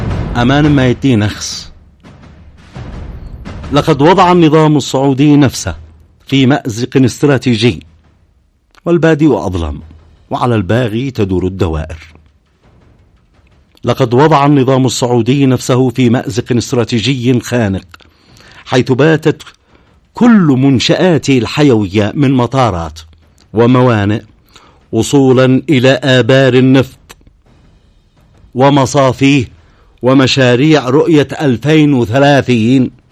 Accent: Yemen; على بلادنا اليمن

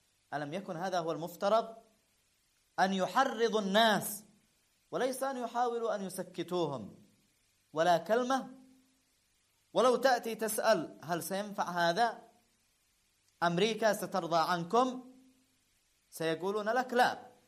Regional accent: Yemen; عندنا في اليمن

